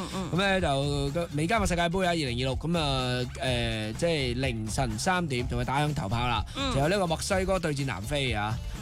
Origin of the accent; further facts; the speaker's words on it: Guangdong, China; 我哋广东人咧就相对比较